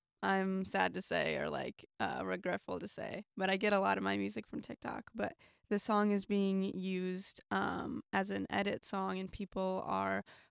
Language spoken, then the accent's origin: English; Wisconsin, United States; moved away as an adult; because I'm from Wisconsin, it's a lot of my hometown athletes